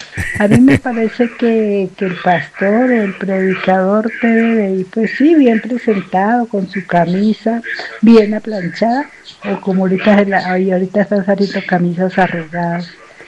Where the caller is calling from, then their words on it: Sogamoso, Boyacá, Colombia; yo soy de aquí de Sogamoso